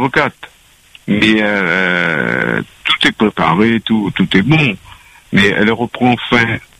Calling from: Réunion; J'habite à Sainte-Thérèse

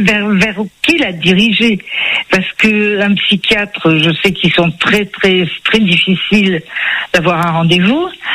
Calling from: Saint-Raphaël, Provence-Alpes-Côte d'Azur, France; Moi, je suis je suis à Saint-Raphaël.

